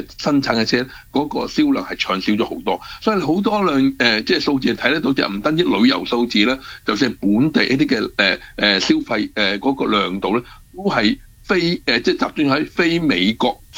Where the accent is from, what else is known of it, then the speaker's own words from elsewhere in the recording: Canada; 其实我哋加拿大人